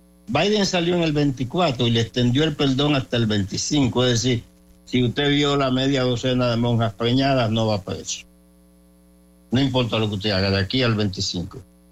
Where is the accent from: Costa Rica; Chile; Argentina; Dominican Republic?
Dominican Republic; moved away; Somos todos los dominicanos, incluyendo los que vivimos fuera.